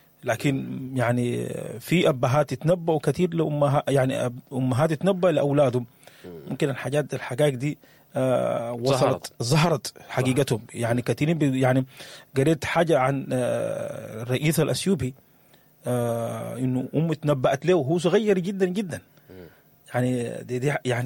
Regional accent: Sudan; احنا كتار كسودانيين الحاجة دي ما قاعدين ننتبه لها

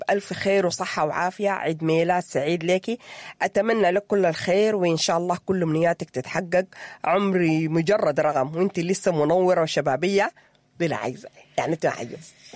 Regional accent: Sudan; moved away; إحنا كسودانيين

